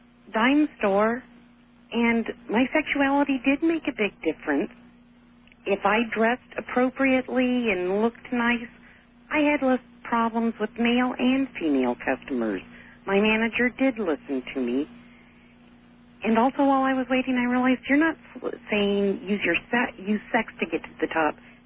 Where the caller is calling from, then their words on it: California, United States; I'm midway between Arcata and San Francisco.